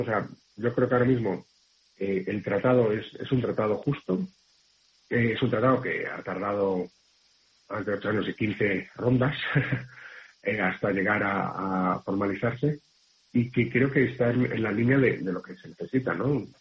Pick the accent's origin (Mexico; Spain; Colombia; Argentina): Spain; Pues yo, mi sueño como español medio australiano, es que permita acercar dos países que estamos condenados a entendernos.